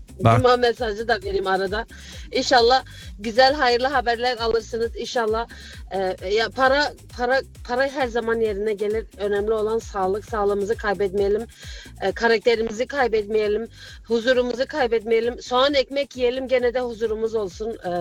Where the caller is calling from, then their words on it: Frankfurt, Hesse, Germany; ben Frankfurt'tan.